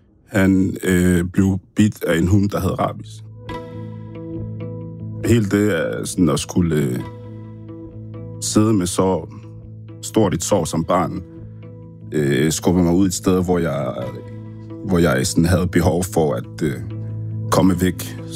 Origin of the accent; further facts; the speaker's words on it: Zambia; tilbage i min barndom, da jeg boede i Zambia. Ja, mine forældre er flygtninge fra Kongo til Zambia, og jeg er født i Zambia.